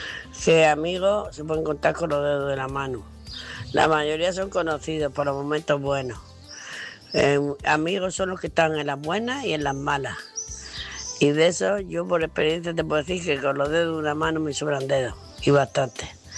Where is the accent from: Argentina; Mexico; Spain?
Spain; Murcia, Region of Murcia